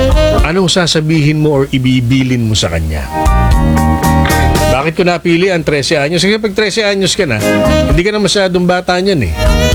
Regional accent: Marikina, Metro Manila, Philippines; Eh, ako po yung lumaki sa Marikina. Ayan. Diyan ako nagkamuwang.

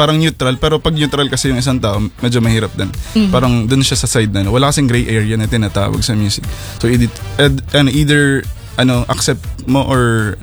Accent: Bicol Region, Philippines; taga Bicol po ako.

